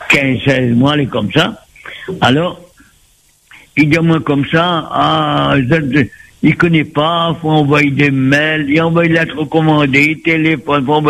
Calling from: Saint-Benoît, Réunion; Oui, excusez-moi, je suis où de Saint-Benoît, hein?

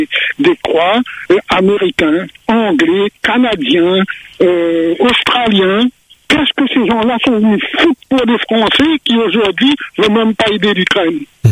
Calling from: Alençon, Normandy, France; Bonjour d'Alençon.

